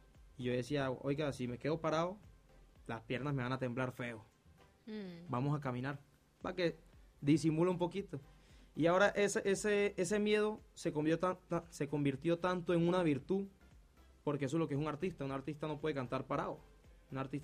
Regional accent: Cartagena, Bolívar, Colombia; born there; now in Cúcuta, Colombia; yo soy de Cartagena, entonces, para los que no saben, yo soy de Cartagena, pero pues mi papá es de acá de Cúcuta, ya vivo acá en Cúcuta hace más de 8 años, 9 años aproximadamente.

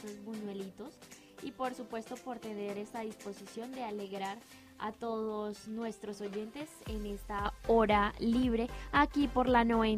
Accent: Colombia; esa lucecita que nos une como colombianos

